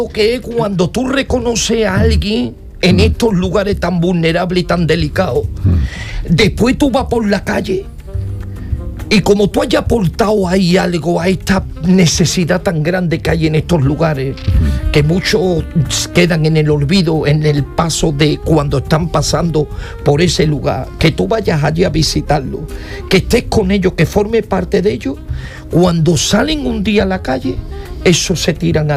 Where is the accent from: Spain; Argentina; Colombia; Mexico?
Spain; Andalusia; nuestra tierra, Andalucía